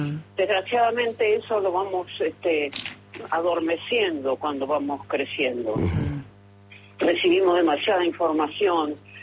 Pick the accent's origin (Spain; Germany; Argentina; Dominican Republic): Argentina; Buenos Aires; also born or lived in Mar del Plata; No, me fui muy temprano, así que soy porteña, digamos.